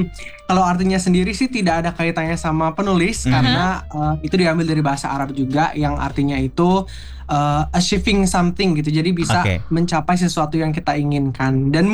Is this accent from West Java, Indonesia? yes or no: yes; Bandung, West Java, Indonesia; moved away as an adult; now in Malaysia; Aku asli Bandung.